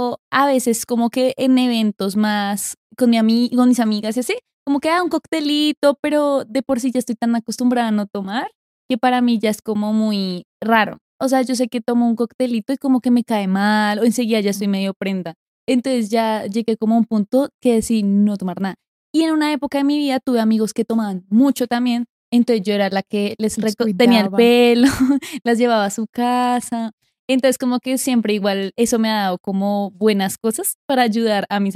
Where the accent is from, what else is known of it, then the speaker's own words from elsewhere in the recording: Bogotá, Colombia; born there; Nací en Bogotá.